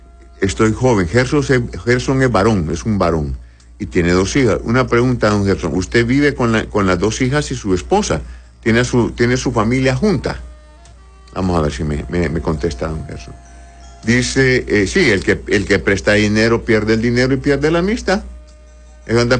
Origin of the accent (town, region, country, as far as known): Honduras